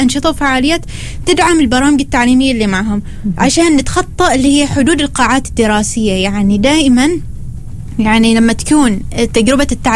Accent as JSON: {"language": "Arabic", "country": "Oman", "said": "يعني كيف نحن كعمانيين, حتى مثلا رويناهم الأزياء العمانية, خليناهم يقربوها"}